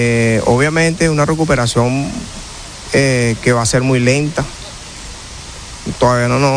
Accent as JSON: {"language": "Spanish", "country": "Venezuela", "said": "Estamos consternados porque la desgracia que ha pasado en mi país de esta magnitud"}